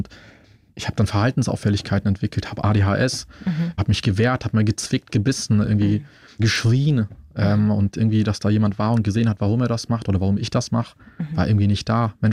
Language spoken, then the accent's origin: German; Munich, Bavaria, Germany; also ich bin in Schwabing aufgewachsen